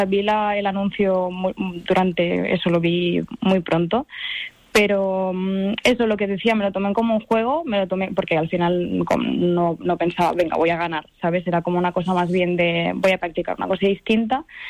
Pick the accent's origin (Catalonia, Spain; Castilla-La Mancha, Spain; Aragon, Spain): Catalonia, Spain; Barcelona; now in Asturias, Spain; Además que yo vengo de Barcelona, que es una ciudad súper grande, que es donde estudié, y aquí las cosas van más lentas